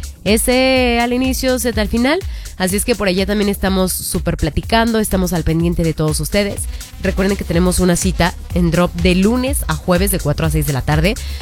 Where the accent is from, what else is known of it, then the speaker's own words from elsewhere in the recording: Mexico; Y saben que yo creo que así somos los mexicanos en general, ¿eh?